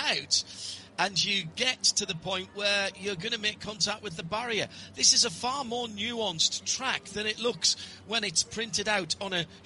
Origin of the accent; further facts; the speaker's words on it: Sunderland, North East England, United Kingdom; big connection with my hometown of Sunderla